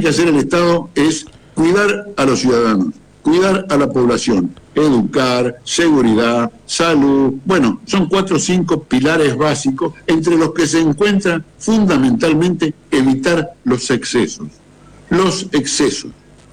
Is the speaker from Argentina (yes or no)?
yes; Argentina; nosotros como argentinos